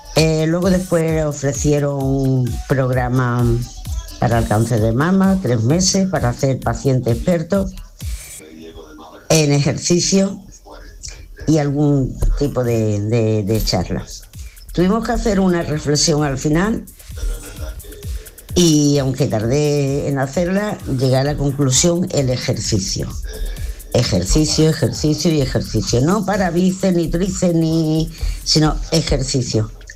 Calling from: Torremolinos, Andalusia, Spain; de Torremolino.

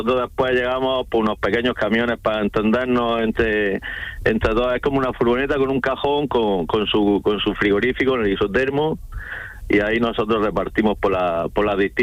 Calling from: Almería, Andalusia, Spain; nosotros siempre estamos aquí en Almería y somos de aquí de Almería.

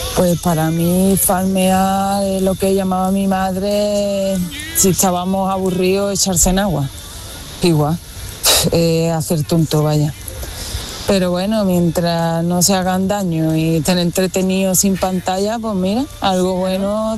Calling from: Granada, Andalusia, Spain; Buenos días … de Granada.

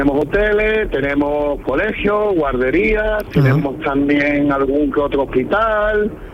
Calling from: Benalmádena, Andalusia, Spain; Yo soy de Benalmádena

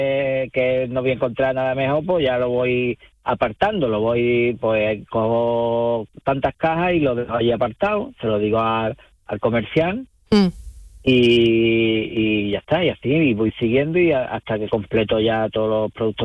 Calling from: Andalusia, Spain; la campaña baja en mi pueblo, porque la gente, mucha gente se va a Mazagón a veranear.

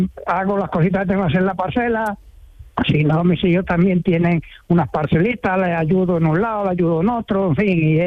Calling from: Guadalcanal, Andalusia, Spain; Ahora mismo estoy en una parcelita que tengo a 3 kilómetros de Guadalcanal, de provincia de Sevilla.

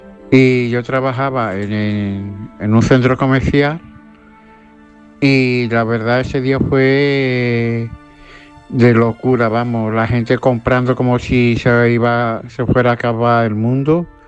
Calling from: Seville, Andalusia, Spain; de Sevilla.

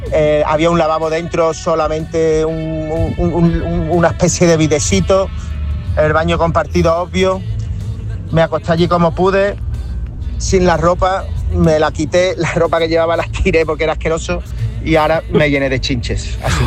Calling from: Seville, Andalusia, Spain; de Sevilla.

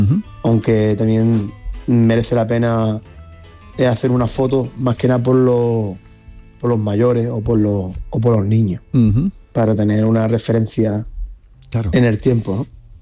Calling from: Huelva, Andalusia, Spain; Soy de Ileo, de Huelva.

